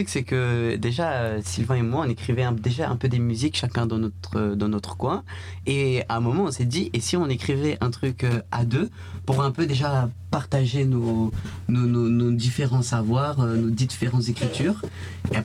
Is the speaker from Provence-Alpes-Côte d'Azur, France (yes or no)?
no; Paris, Île-de-France, France; moved away as an adult; now in Liège, Belgium; moi, je suis de Paris.